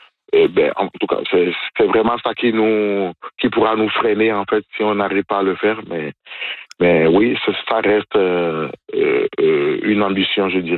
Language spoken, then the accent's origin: French; Benin; now in Canada; Je ne connaissais pas la poutine dans mon pays d'origine, qui est le Bénin.